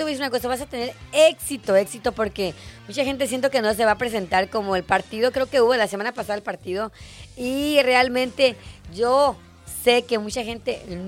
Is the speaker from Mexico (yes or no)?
yes; Mexico; eso es lo que debemos disfrutar como mexicanos.